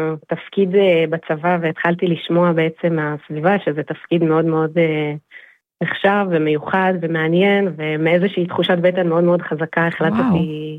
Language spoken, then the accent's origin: Hebrew; Northern District, Israel; הייתי בלהקות של מסגב, אני מהצפון במחול.